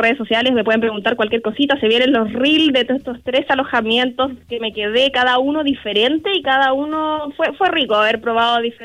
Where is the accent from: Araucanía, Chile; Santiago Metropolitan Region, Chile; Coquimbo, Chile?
Santiago Metropolitan Region, Chile; Pirque; yo soy originalmente de Pirque, mi familia es de allá y todo, y me sentí en Pirque.